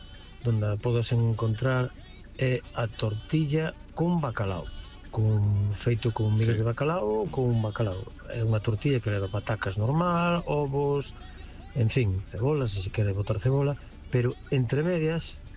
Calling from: Narón, Galicia, Spain; Hola, bos días … de Narón.

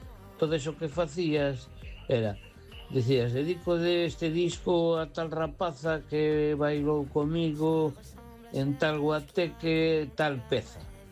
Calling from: A Coruña, Galicia, Spain; Boas noites … de Coruña.

